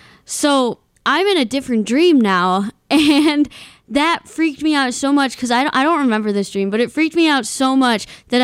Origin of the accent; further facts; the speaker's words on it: Michigan, United States; moved away; me and my boyfriend are going up north to my hometown. So, like, not up north, but up north, Lower Peninsula, not the UP.